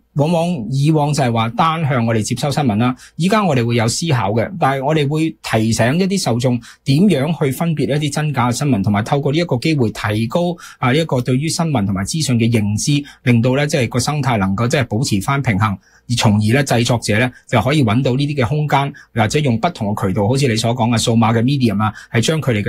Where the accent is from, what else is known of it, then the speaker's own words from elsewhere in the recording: Canada; 其实呢我哋加拿大人仍然呢都係高度关注呢就係、是、新闻嘅资讯嘅。